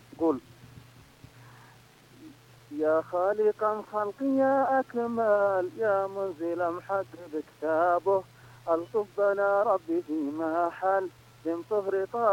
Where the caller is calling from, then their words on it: Tihama, Yemen; عندنا في تهامة